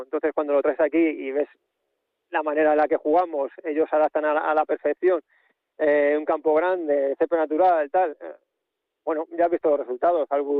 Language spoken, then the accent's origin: Spanish; Alcalá de Henares, Community of Madrid, Spain; soy un chico que ha crecido aquí en Alcalá, soy de Alcalá.